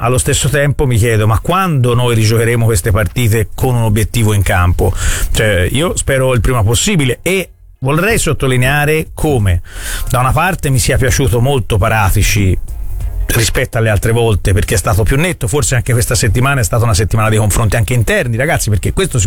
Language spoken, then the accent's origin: Italian; Florence, Tuscany, Italy; perché essendo fiorentino a me piace l'ironia